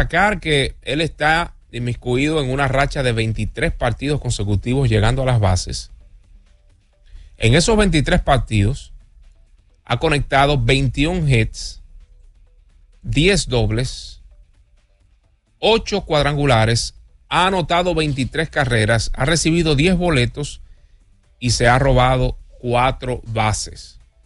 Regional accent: Dominican Republic; sobre todo para nosotros como dominicanos.

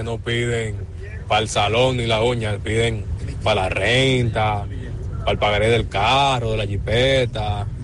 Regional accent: Santo Domingo, Distrito Nacional, Dominican Republic; yo crecí en Gascue.

